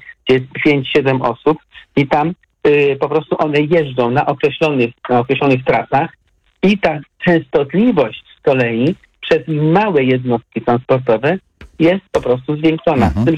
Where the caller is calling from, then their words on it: Opole Voivodeship, Poland; akurat mieszkam pod Opolem